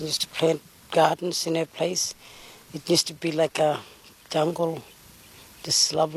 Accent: Tennant Creek, Northern Territory, Australia; I'm a local from Tennant Creek. I lived all my life here. I'm a Wurrumbungal lady.

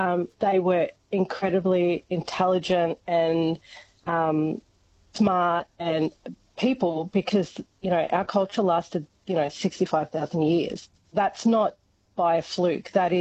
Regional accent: Lakes Entrance, Victoria, Australia; I actually went to Lakes Entrance Primary, so I'm originally from Lakes Entrance.

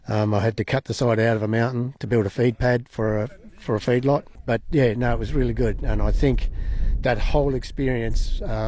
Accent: Western Australia, Australia; Well, I come from the Kimberley. I reckon still Kimberley ringers are better.

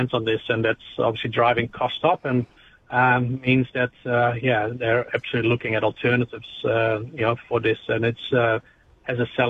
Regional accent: Netherlands; also born or lived in New Zealand; now in Australia; I grew up in the Netherlands myself

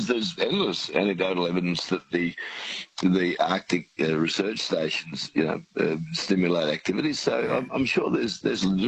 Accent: Stanthorpe, Queensland, Australia; born there; I was born in the Stanthorpe Hospital in 1964, and that was a privilege because it was a small regional hospital, and I still live on the family property, 38 k's southwest of Stanthorpe off the Granite Belt

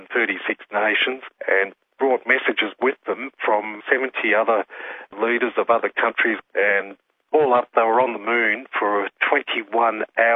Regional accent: Geraldton, Western Australia, Australia; Growing up in Geraldton at the time

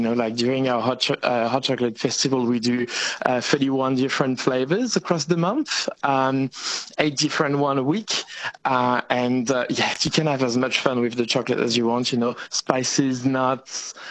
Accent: France; Probably as a kid, you know, growing up in France, you kind of have to love hot chocolates, don't you?

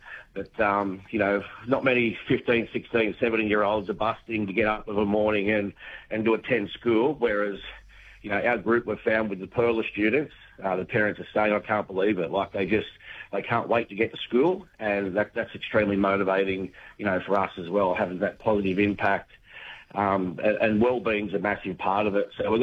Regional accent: Maitland, New South Wales, Australia; Yeah, well, I'm from Maitland originally, so I'm quite close there. My parents still live on Hunter Street

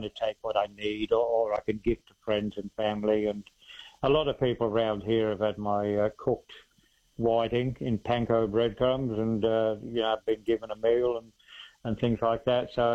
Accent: New South Wales, Australia; So yeah, we grew up in the Illawarra, and I done all my fishing there.

